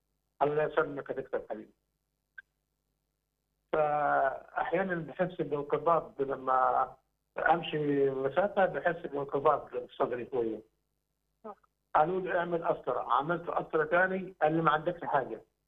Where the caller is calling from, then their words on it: Sohag, Sohag Governorate, Egypt; من سوهاج.